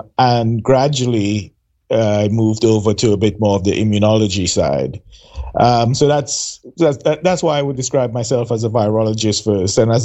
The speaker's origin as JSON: {"language": "English", "country": "St. Lucia", "tie": "born or raised there", "also_born_or_lived": "England", "said": "although I am a St. Lucian, I was born in England. My mom is from St. Lucia, and we moved back when I was about 5 or 6 years old."}